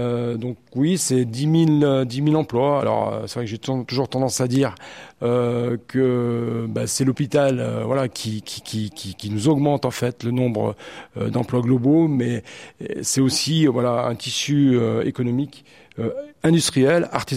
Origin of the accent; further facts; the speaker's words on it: Saint-Priest-en-Jarez, Auvergne-Rhône-Alpes, France; born there; also born or lived in Saint-Étienne; je suis né à Saint-Étienne, mais j'ai habité immédiatement à Saint-Priest-en-Jarret.